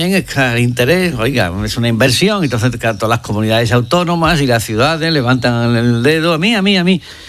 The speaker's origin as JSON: {"language": "Spanish", "country": "Spain", "said": "Soy español, cantando como si fuera el Mundial y tal"}